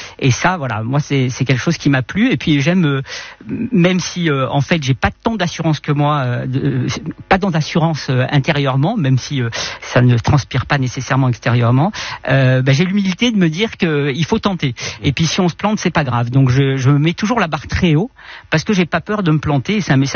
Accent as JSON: {"language": "French", "town": "Saint-Tropez", "region": "Provence-Alpes-Côte d'Azur", "country": "France", "tie": "born there", "said": "Moi je suis né à Saint-Tropez"}